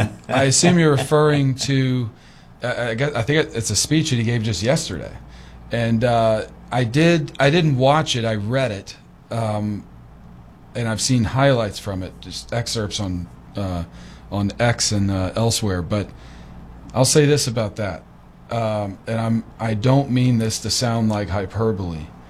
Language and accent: English; United States; this is me speaking as an American